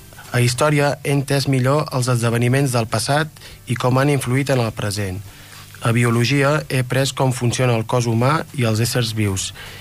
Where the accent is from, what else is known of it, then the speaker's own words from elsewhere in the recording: Vic, Catalonia, Spain; soc de Vic i soc alumne de GES al centre CFA Martí i Pol de Manlleu.